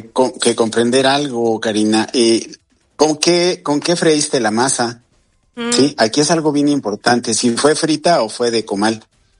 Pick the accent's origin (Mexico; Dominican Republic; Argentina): Mexico; Alvarado, Veracruz; yo vengo de Alvarado, Veracruz, de ahí viene toda mi familia, mis padres, mis tíos, mis abuelos.